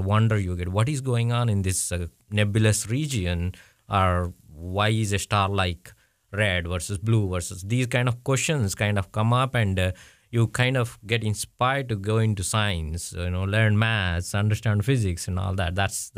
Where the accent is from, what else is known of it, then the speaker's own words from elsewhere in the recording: India; moved away; Growing up in India in dark nights without electricity and all that, we used to sleep outside and look at the stars